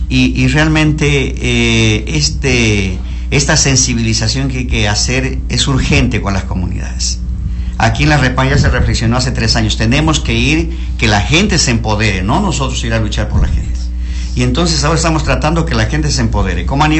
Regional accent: Paquisha, Zamora-Chinchipe, Ecuador; Yo soy nativo de Paquisha, provincia de Zamora Chinchipe.

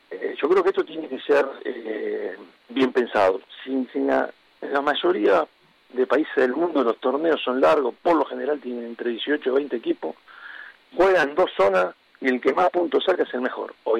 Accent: Argentina; yo nací en mi país, en Argentina, con una pelota bajo el brazo.

